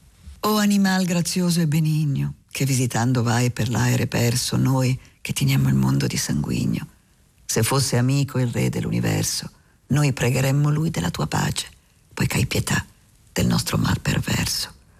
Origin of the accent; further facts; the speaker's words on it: Lombardy, Italy; peraltro lombarda sono